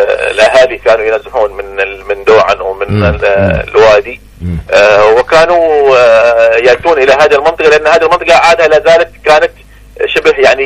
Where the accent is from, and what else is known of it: Mukalla, Hadhramaut, Yemen